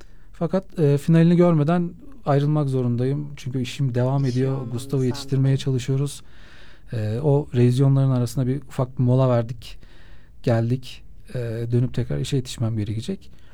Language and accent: Turkish; Ankara, Turkey; Ben de çünkü İstanbul'da yaşamıyordum. Ankaralıyım. Giresun'dan mezun oldum.